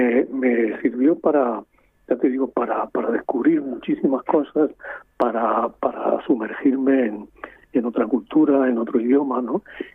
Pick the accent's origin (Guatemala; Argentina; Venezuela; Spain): Spain; moved away; also born or lived in New York; soy bastante más español de lo que pensaba y bastante más europeo